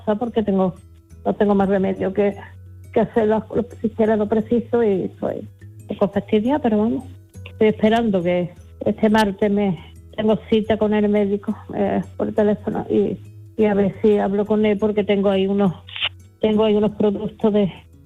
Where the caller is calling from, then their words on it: Seville, Andalusia, Spain; de Sevilla.